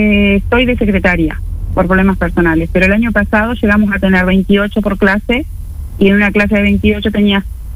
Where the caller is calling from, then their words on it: Guichón, Paysandú, Uruguay; Mira, yo soy del departamento de Paysandú.